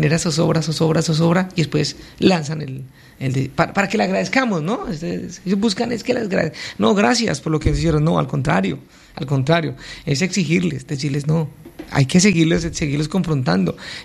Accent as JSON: {"language": "Spanish", "region": "Bogotá", "country": "Colombia", "accent": "rolo", "said": "soy de Bogotá y a veces se me sale ese, el dialecto rolo."}